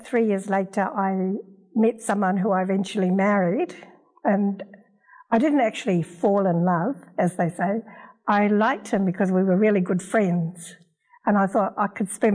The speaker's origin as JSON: {"language": "English", "country": "New Zealand", "tie": "born there", "also_born_or_lived": "Australia", "moved": "as an adult", "said": "I was born in New Zealand"}